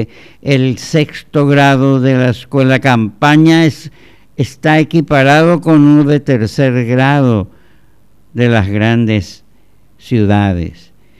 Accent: Paraguay

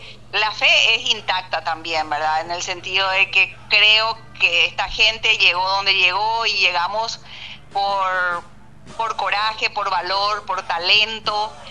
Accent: Paraguay; Me encantaría como paraguaya

